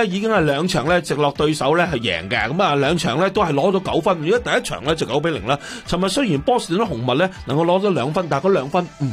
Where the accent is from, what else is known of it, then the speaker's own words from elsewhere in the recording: Hong Kong; 作为香港人，我哋觉得开心嘅情况